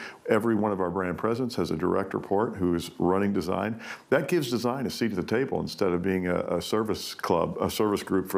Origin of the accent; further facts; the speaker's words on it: Kentucky, United States; even though I'm from Kentucky